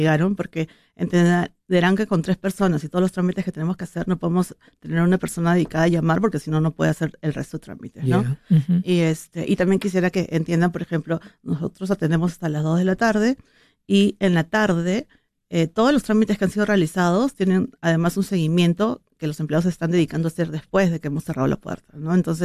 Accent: Peru; moved away as an adult; nosotros que somos peruanos, las montañas nos encantan.

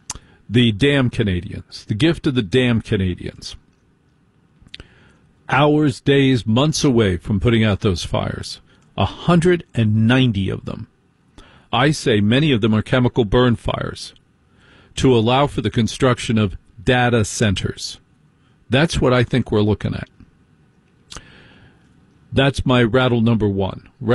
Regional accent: New Jersey, United States; I grew up in New Jersey. I drove to Newark Airport in New Jersey.

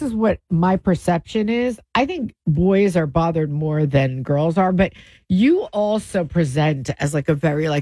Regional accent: United States; I knew cops in my town growing up in Long Ridge

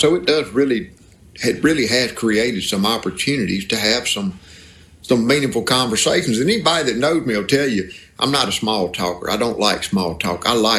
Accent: Mississippi, United States; growing up in the Mississippi Delta with my granddad

